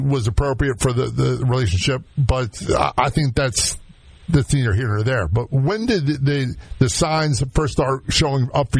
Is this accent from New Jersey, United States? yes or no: yes; Passaic, New Jersey, United States; born there; I was born in New Jersey. My family's from New Jersey. I was born in Passaic, New Jersey, a long, long time ago. As a career Navy brat, we didn't live there very long.